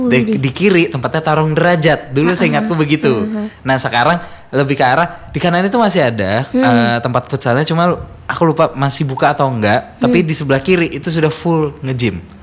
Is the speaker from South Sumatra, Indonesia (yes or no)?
no; Samarinda, East Kalimantan, Indonesia; born there